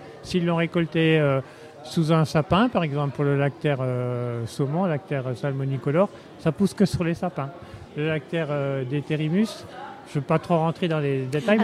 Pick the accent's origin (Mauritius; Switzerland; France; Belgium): France; Grand Est